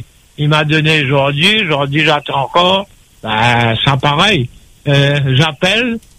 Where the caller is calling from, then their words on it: Saint-Joseph, Réunion; Là, je suis à Saint-Joseph, le réseau. Je suis en plein ville.